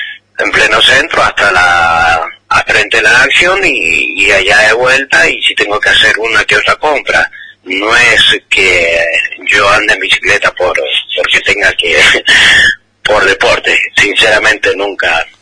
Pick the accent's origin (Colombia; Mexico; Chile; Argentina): Argentina; Yo soy argentino, obvio